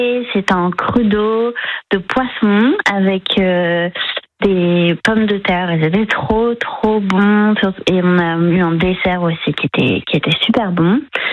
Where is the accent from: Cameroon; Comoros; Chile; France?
France; Nice, Provence-Alpes-Côte d'Azur; moved away as an adult; now in Paris, France; je viens de Nice. J'ai quand même grandi à Nice jusqu'à mes 20 ans